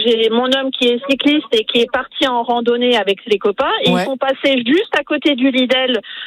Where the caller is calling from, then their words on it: Wittenheim, Grand Est, France; Alors, on est de Wittenheim, mais on est sur la route pour partir en vacances une semaine.